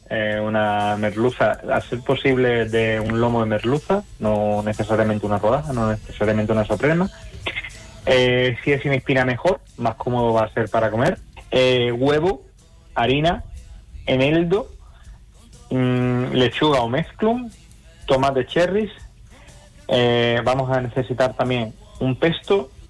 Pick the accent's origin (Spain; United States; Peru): Spain; Valverde del Camino, Andalusia; now in Aracena, Spain; soy onubense, soy de Valverde, vivo en Aracena y no soy italiano